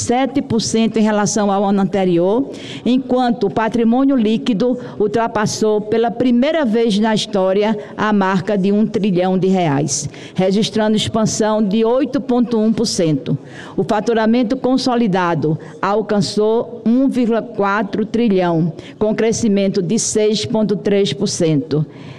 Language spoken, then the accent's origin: Portuguese; Pernambuco, Brazil; eu, como pernambucana